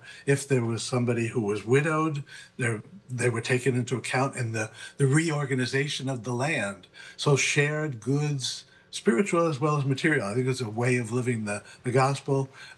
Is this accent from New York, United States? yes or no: yes; New York City, New York, United States; moved away as an adult; I'm from the Bronx, which is not exactly exquisite living, at least when I was a child